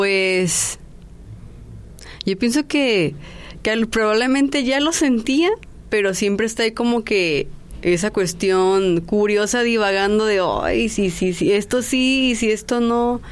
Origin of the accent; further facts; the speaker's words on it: Tepic, Nayarit, Mexico; yo soy de aquí de Tepic, Nayarit, aquí nacida, aquí toda mi vida viviendo.